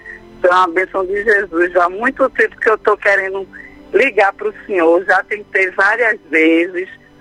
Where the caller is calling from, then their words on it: Tracunhaém, Pernambuco, Brazil; Eu falo de Tracunhaém.